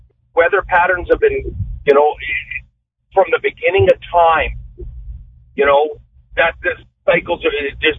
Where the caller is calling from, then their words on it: Saskatoon, Saskatchewan, Canada; in Saskatoon